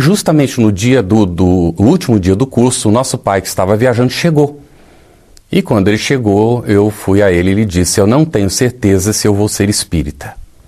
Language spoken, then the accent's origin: Portuguese; São Paulo, Brazil; born there; uma outra lembrança que eu tenho da minha infância, ainda muito pequeno também, era o meu pai ouvindo pelas ondas curtas, no interior do estado de São Paulo